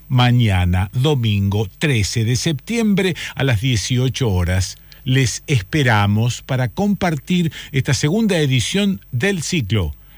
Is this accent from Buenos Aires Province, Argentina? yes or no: yes; Pergamino, Buenos Aires Province, Argentina; de Pergamino, provincia de Buenos Aires.